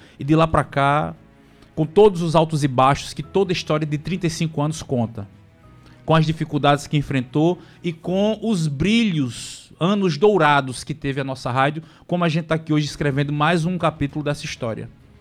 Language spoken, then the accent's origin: Portuguese; Santa Rita, Paraíba, Brazil; somos aqui de Santa Rita